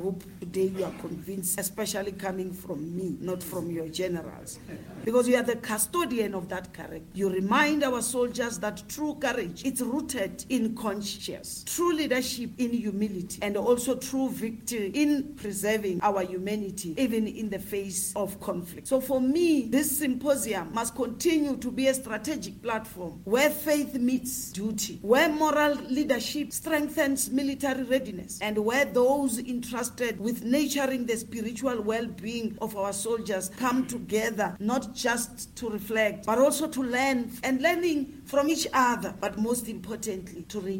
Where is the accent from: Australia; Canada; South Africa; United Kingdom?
South Africa